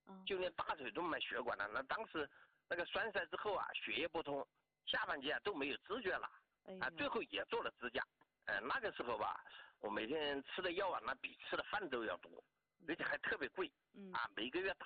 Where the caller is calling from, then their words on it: Jingzhou, Hubei, China; 我是湖北荆州的。